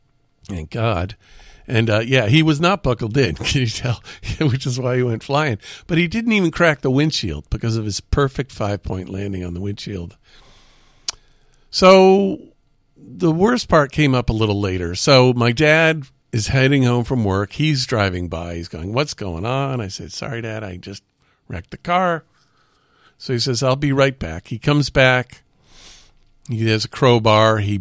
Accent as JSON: {"language": "English", "town": "Woodstock", "region": "New York", "country": "United States", "tie": "born or raised there", "said": "I grew up in Woodstock. And we're driving up Vandell Road where I grew up."}